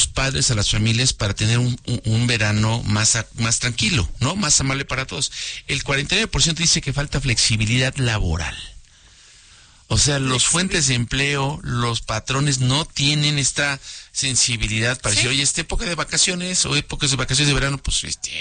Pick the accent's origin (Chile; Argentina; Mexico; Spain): Mexico; los mexicanos pues tenemos unas vacaciones de verano